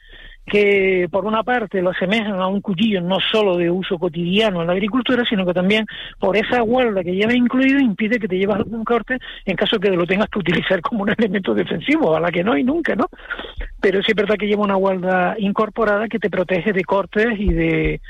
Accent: Canary Islands, Spain; ¿por qué sabe usted que soy canario?

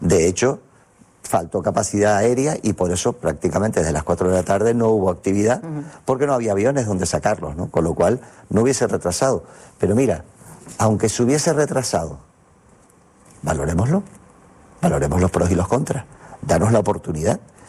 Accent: Canary Islands, Spain; vivimos en islas, somos canarios

